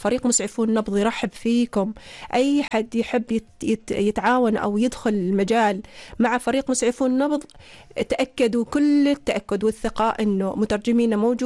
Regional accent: Oman; نحن كعمانيين

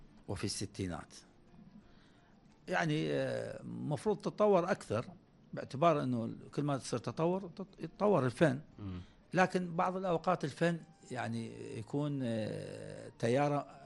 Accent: Southern Iraq, Iraq; احنا عندنا بالجنوب الهور والماي والبحر

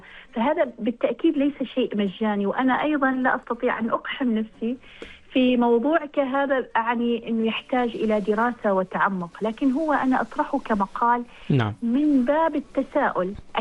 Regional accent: Oman; نحن كعمانيين

